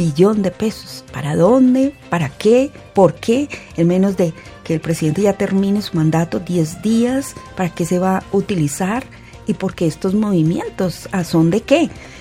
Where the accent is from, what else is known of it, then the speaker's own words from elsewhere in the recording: Colombia; como colombianos también debemos tener claridad